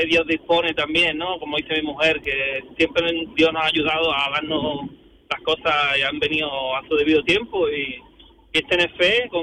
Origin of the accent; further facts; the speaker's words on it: Jerez de la Frontera, Andalusia, Spain; moved away as an adult; also born or lived in Canary Islands; now in Cádiz, Spain; 11 años en Canarias. De Jerez de la Frontera.